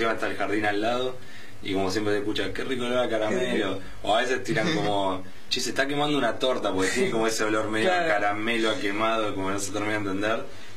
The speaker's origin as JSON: {"language": "Spanish", "town": "Quilmes", "region": "Buenos Aires Province", "country": "Argentina", "tie": "born or raised there", "said": "Y nacidos y criados acá en Quilmes"}